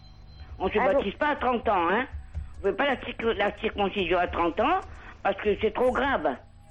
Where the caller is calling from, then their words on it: Montpellier, Occitanie, France; de Montpellier.